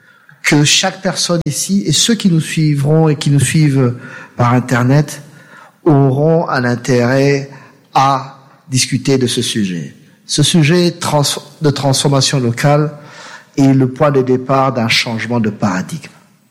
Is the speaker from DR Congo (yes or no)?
yes; DR Congo; je suis congolais.